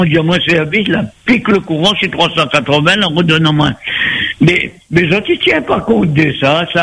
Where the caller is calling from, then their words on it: Saint-Benoît, Réunion; Oui, excusez-moi, je suis où de Saint-Benoît, hein?